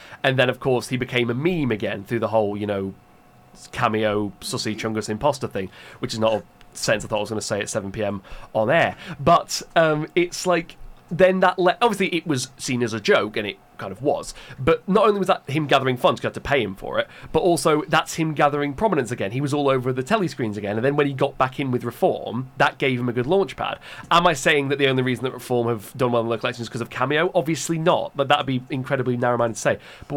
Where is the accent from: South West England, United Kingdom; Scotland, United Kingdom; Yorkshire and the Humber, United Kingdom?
Yorkshire and the Humber, United Kingdom; Doncaster; I'm from Doncaster originally, and being around Doncaster, a lot of people sort of know him